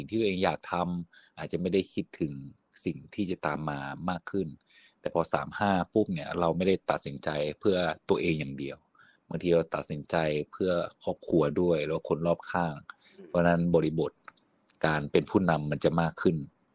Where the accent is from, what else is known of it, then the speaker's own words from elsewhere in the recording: Chiang Mai, Thailand; ผมมาจากเชียงใหม่